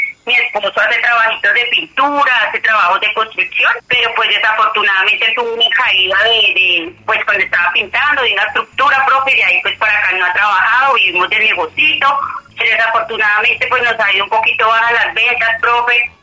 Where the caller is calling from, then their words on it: Santa Ana, Colombia; De aquí, de Santa Ana